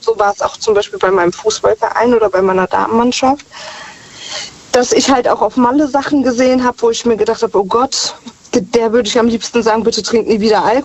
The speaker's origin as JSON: {"language": "German", "country": "Germany", "tie": "born there", "said": "Und ich bin aber in Deutschland geboren. Ich bin ja Südländerin."}